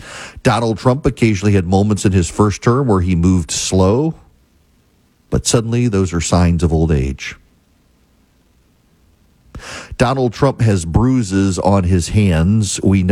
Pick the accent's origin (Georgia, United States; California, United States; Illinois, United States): Georgia, United States; But if you're in Georgia, my home state, I'm not there today.